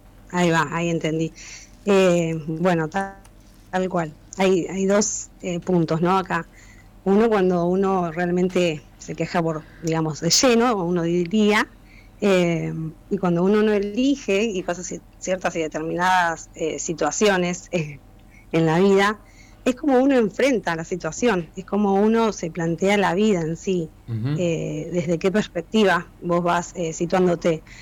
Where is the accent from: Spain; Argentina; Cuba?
Argentina; Wilde, Buenos Aires Province; Soy de zona sur, Wilde.